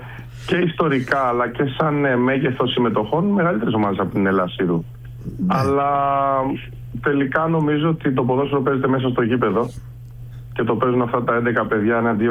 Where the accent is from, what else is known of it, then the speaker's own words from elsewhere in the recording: Kalamata, Peloponnese, Greece; also born or lived in Mani; και μετά γυμνάσιο και λύκειο στην Καλαμάτα, δηλαδή μεγάλωσα στην Καλαμάτα και στη Μάνη.